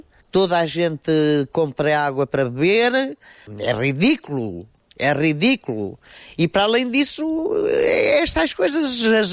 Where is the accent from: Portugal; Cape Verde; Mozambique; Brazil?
Portugal; Considero que realmente nós somos portugueses como os outros são, e pagamos os nossos impostos e temos os mesmos direitos.